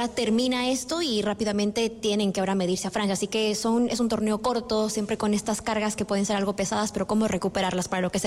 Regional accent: Ecuador

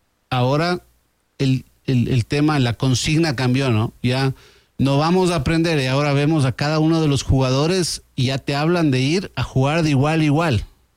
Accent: Ecuador; somos de Ecuador

